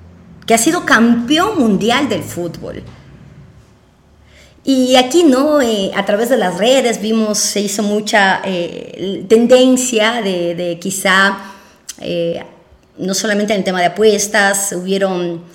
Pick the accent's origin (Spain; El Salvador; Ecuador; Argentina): Ecuador; causaron muchísima emoción a quienes somos ecuatorianos.